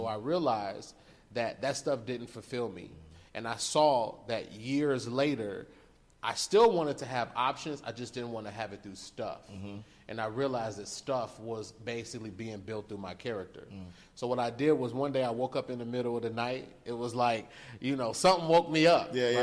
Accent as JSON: {"language": "English", "town": "Chicago", "region": "Illinois", "country": "United States", "said": "I'm a boy from the South Side of Chicago, Chi-Town stand up."}